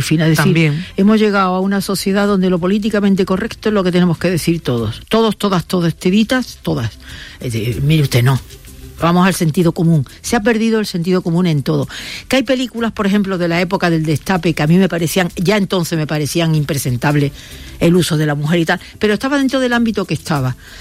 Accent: Andalusia, Spain; mira que nosotras dos somos andaluces y venimos de una tierra con mucha guasa.

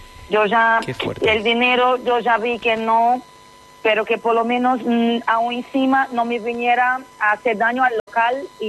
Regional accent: São Luís, Maranhão, Brazil; Spanish is a second language; now in Spain; Sí, soy de Brasil, pero bien. Hace 20 años que estoy aquí.

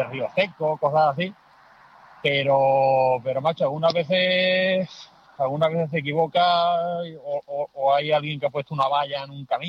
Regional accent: Arahal, Andalusia, Spain; now in Torrevieja, Spain; Yo soy de un pueblo de Sevilla que se llama Araal.

